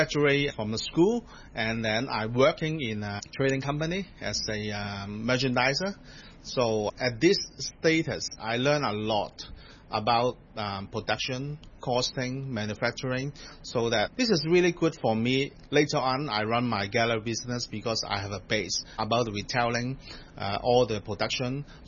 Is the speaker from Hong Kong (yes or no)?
yes; Kwun Tong, Kowloon, Hong Kong; English is a second language; So, I am 43 years old now. So, I was born in Hong Kong. But after graduating from the secondary school, I went to Australia to study for almost a year.